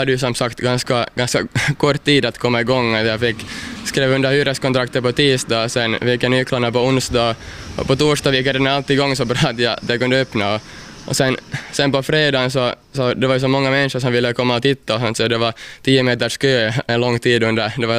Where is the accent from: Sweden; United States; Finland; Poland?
Finland; Mielisholm, Southwest Finland